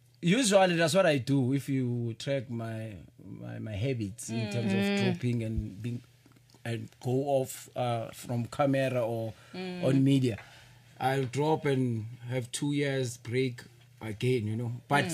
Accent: Vosloorus, Gauteng, South Africa; In Vosloorus.

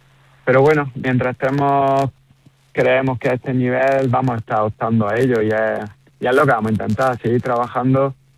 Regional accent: Motril, Andalusia, Spain; intento llevar el nombre de aquí de Motril, de la costa, que se sepa también que estamos en Granada y Andalucía.

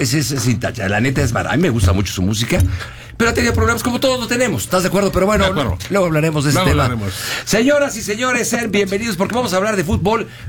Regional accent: Argentina; born there; Pero yo nací en Argentina.

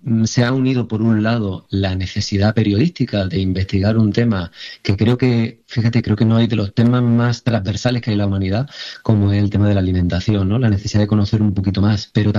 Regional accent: Jaén, Andalusia, Spain; soy de Jaén y de familia que ha trabajado el campo, ¿no?

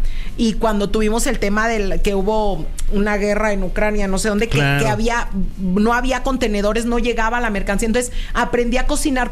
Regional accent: Guadalajara, Jalisco, Mexico; O sea, yo soy de Guadalajara y me acuerdo mucho la primera vez que hice tortas ahogadas.

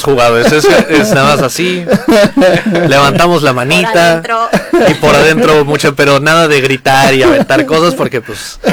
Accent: Mexico; porque somos los mexicanos los que estamos llenando los estadios en los tres países

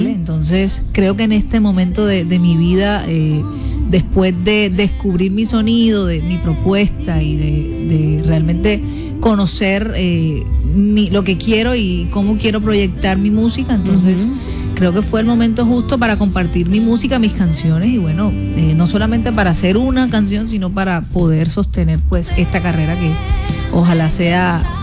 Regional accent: Cartagena, Bolívar, Colombia; soy cartagenera, uh-huh. Tengo 27 años

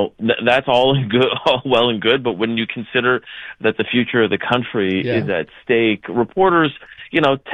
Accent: Montreal, Quebec, Canada; I grew up in Montreal. I lived there for 35 years of my life.

